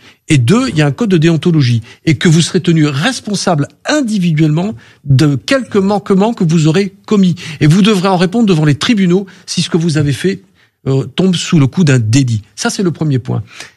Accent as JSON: {"language": "French", "town": "Marseille", "region": "Provence-Alpes-Côte d'Azur", "country": "France", "tie": "born or raised there", "said": "j'en reviens toujours parce que j'ai grandi à Marseille."}